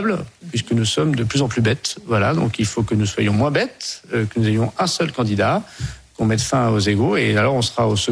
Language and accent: French; Hauts-de-France, France; Je suis du Nord-Pas-de-Calais, je suis pétri de ce catholicisme social-là.